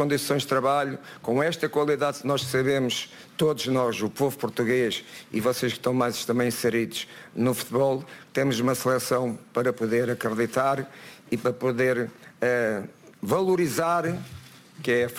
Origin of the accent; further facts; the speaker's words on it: Portugal; portugueses, dentro e fora do nosso país, de certeza que nos encheram de vaidade o nosso coração, como português.